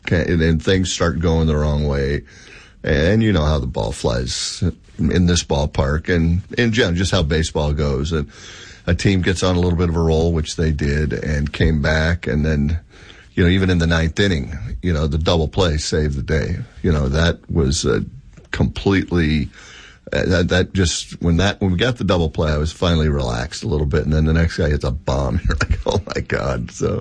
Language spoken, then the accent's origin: English; Tonopah, Nevada, United States; growing up in Tonopah